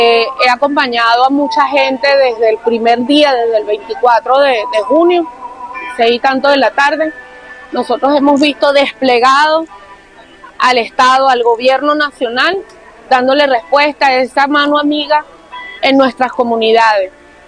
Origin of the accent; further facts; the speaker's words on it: Venezuela; esa tranquilidad que muchos de nosotros como venezolanos requerimos en este momento.